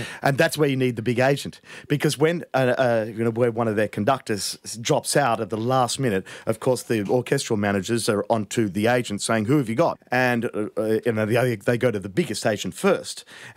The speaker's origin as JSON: {"language": "English", "country": "Australia", "said": "He said, are you American? I said, no. And he said, are you English? I said, no, I'm Australian."}